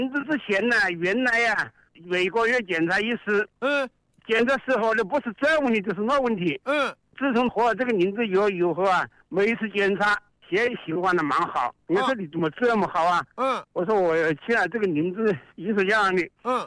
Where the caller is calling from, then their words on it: Hanchuan, Hubei, China; 我是湖北汉川。